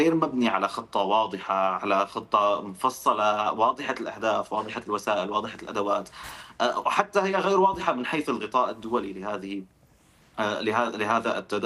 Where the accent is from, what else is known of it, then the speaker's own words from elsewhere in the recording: Syria; حتى أيضا سيعقد الموقف مع إسرائيل التي نعمل اليوم كسوريين على التفاوض